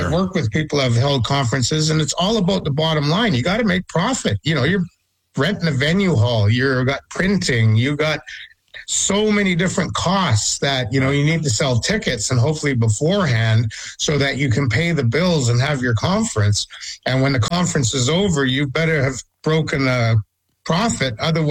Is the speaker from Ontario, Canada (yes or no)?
no; Vancouver Island, British Columbia, Canada; Vancouver Island, my hometown, British Columbia, Vancouver Island